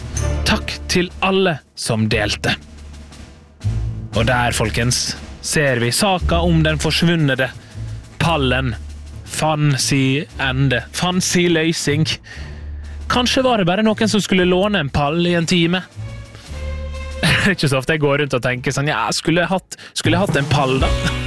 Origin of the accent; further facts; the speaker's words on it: Møre og Romsdal, Norway; og som du hører på dialekten min så jeg sunnmøring